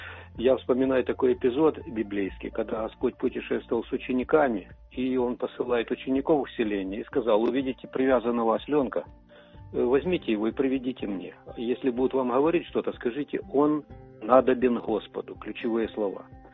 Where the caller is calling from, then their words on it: Dnipro, Dnipropetrovsk Oblast, Ukraine; Добрий день, Світле Радіо. Я з Дніпра.